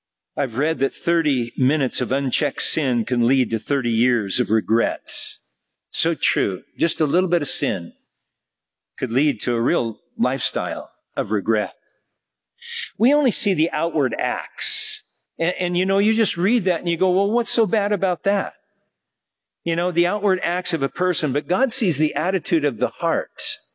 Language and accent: English; Germany; I'm from Germany in the Autobahn.